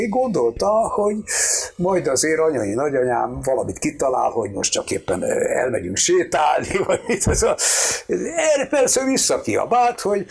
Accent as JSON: {"language": "Hungarian", "region": "Budapest", "country": "Hungary", "tie": "born there", "said": "Én Budapesten születtem egyébként, és hát tulajdonképpen ez egy polgári család volt"}